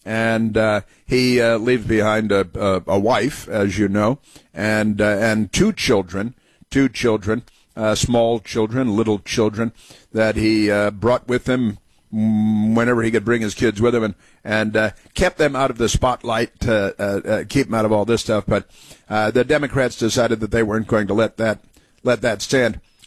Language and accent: English; Illinois, United States; He grew up north and west of Chicago, not far from where I did most of my growing up, and it's where regular people come from